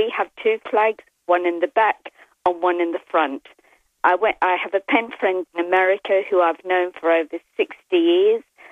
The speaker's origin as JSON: {"language": "English", "town": "Grimsby", "region": "Yorkshire and the Humber", "country": "United Kingdom", "tie": "born or raised there", "also_born_or_lived": "London", "moved": "as an adult", "lives_now": "Australia", "said": "I was born in England and I loved it to bits because I lived there in the 60s, the 70s, and it was absolutely fabulous."}